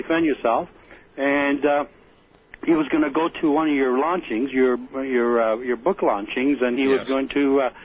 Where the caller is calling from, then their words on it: Ontario, Canada; I'm calling from Ontario, Canada.